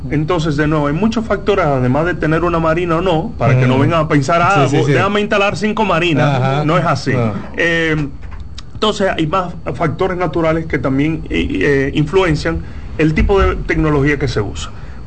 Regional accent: Dominican Republic; quizá ya lo notaron un poco en mi acento. Trato de ser diplomático, pero soy dominicano.

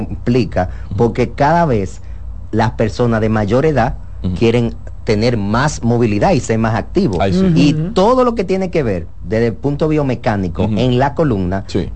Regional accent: Puerto Plata, Dominican Republic; Yo soy de Puerto Plata.

